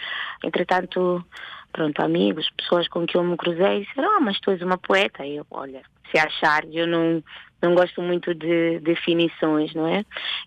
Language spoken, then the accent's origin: Portuguese; Rome, Lazio, Italy; moved away as an adult; now in Portugal; eu nasci e cresci em Itália, em específico em Roma. Há quase 13 anos que eu deixei Roma para vir para Portugal.